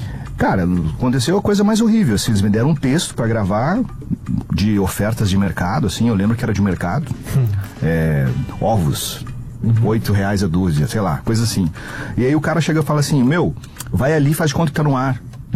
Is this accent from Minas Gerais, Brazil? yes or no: no; Carazinho, Rio Grande do Sul, Brazil; lá na minha cidade, em Carazinho.